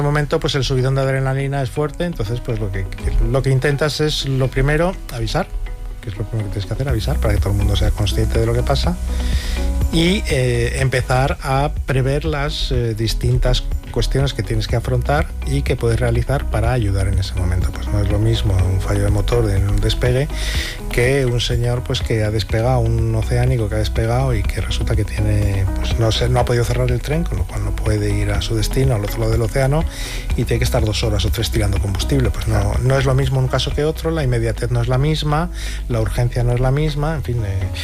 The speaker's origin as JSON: {"language": "Spanish", "country": "Spain", "said": "aunque somos un país un poco en ese sentido, pues somos muy, muy pesimistas"}